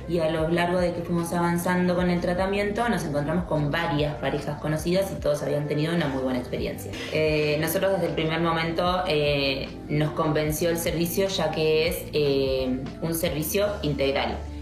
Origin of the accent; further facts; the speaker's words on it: Argentina; Y nosotros somos una pareja argentina que estuvo en tratamiento 10 años, hicimos 6 tratamientos fallidos en Buenos Aires